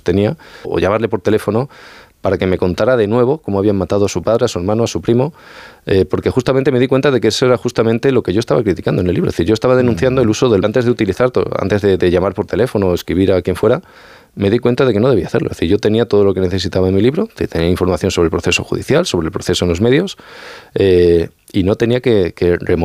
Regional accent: Extremadura, Spain; Yo vengo de la Sierra de Gata, está al norte de Cáceres

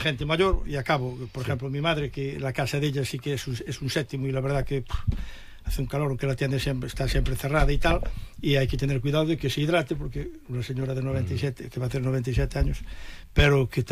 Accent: Ourense, Galicia, Spain; Aquí creo que somos los cuatro de Orense. Moncho y yo somos de una edad similar, aunque él es un año más joven, creo, o dos.

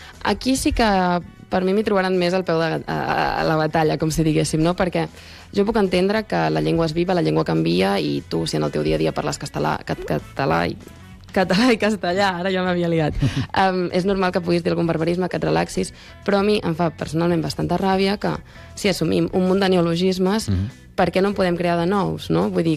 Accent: Catalonia, Spain; accent: Central Catalan; jo en el meu cas parlaré del meu dialecte, que és el català central.

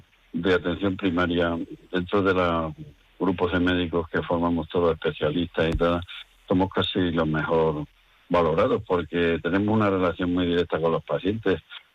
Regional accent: Extremadura, Spain; extremeño porque me ha gustado y quiero mucho también a mi pueblo

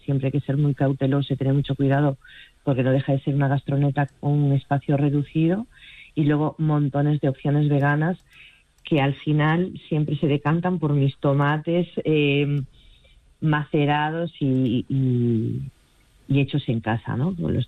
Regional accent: Galicia, Spain; born or raised there; also born or lived in Madrid

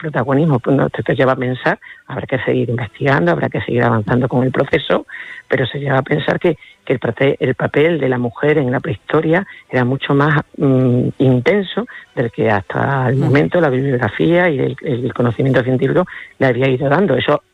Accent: Extremadura, Spain; que es casi tanto más calor que el que hace en mi tierra aquí en Extremadura

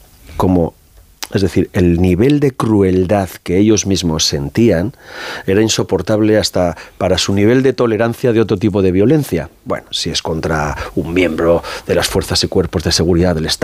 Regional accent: Irun, Basque Country, Spain; Yo soy de Irún, soy del 67, la misma edad que Miguel Ángel, mi vida ha sido atravesada por la violencia, la presencia de ETA, ¿no?

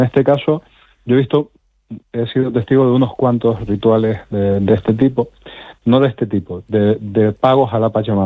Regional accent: Canary Islands, Spain; soy canario, o sea que subimos y bajamos todos los días a las montañas. Las islas son muy, muy escarpadas y yo vivo en Tenerife

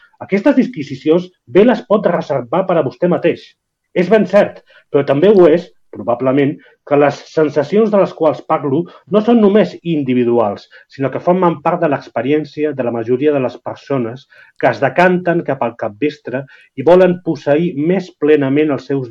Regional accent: Barcelona, Catalonia, Spain; jo que sóc de Barcelona ciutat, és a dir, que no sóc de l'àmbit rural

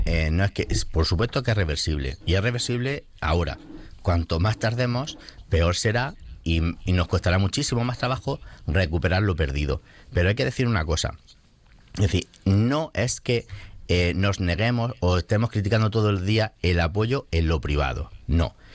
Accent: Terque, Andalusia, Spain; Por eso no me voy de mi pueblo

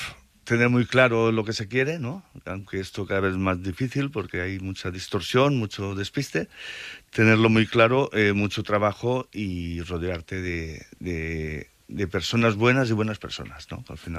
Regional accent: Betxí, Valencian Community, Spain; born there; también nací en Bechi, sigo viviendo en Bechi

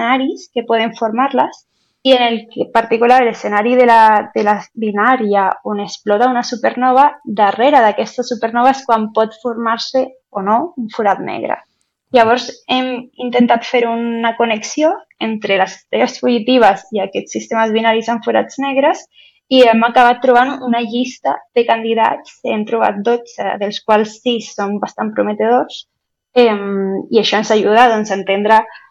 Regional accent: Canary Islands, Spain; Catalan is a second language; Doncs he de dir que per mi des de petita, bueno, jo és que sóc de Canàries, de Lanzarote.

